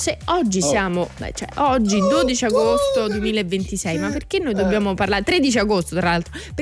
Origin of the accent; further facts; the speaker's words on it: Sicily, Italy; nella mia terra, in Sicilia